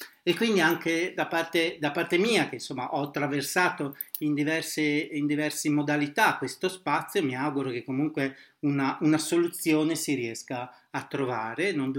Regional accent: Emilia-Romagna, Italy; Io vengo dall'Emilia Romagna

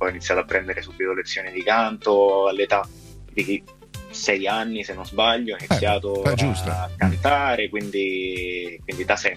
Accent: Guidonia Montecelio, Lazio, Italy; also born or lived in Rome; io sono nato e cresciuto a Roma.

